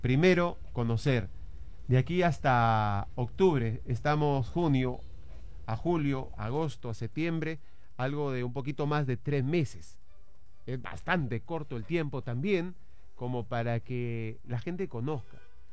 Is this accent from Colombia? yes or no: no; Peru; si somos peruanos y queremos nuestra patria y tenemos identidad